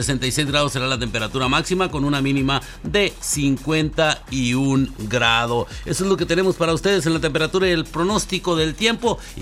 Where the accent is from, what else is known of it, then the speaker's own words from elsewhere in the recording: Mexico; now in Grand Rapids, United States; ya sabes cómo somos los mexicanos